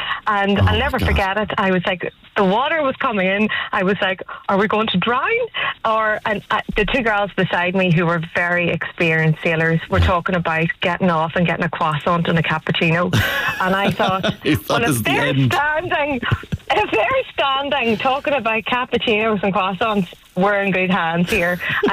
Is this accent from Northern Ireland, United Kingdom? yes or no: yes; Tyrone, Northern Ireland, United Kingdom; I am from Tyrone.